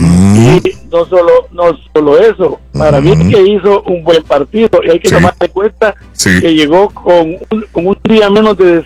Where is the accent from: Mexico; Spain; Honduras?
Honduras